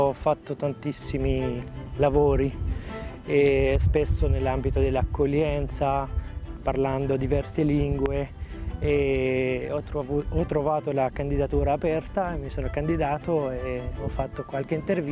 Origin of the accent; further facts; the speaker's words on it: Syria; Italian is a second language; now in Italy; Dopo la guerra in Siria e dopo 2 volte che sono rimasto ferito in Siria, ho dovuto lasciare il mio paese. Io vengo da una piccola città di 23.000 cristiani